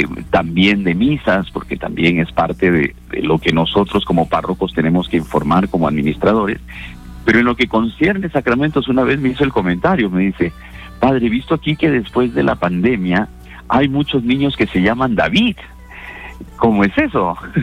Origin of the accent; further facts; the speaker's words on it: Peru; los lugares que somos del Perú profundo, las zonas rurales.